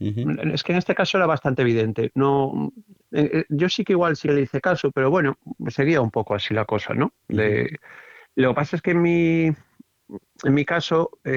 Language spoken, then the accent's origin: Spanish; Lugo, Galicia, Spain; Soy de Lugo y vivo en Lugo. Voy a cumplir 50 años.